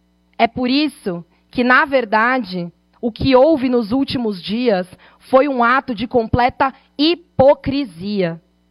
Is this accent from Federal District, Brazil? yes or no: no; São Paulo, Brazil; como uma jovem que veio da Zona Leste de São Paulo